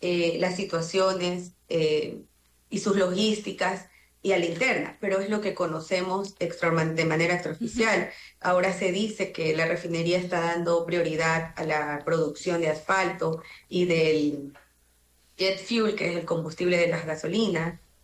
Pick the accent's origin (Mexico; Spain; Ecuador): Ecuador; Manabí; yo soy de Manabí.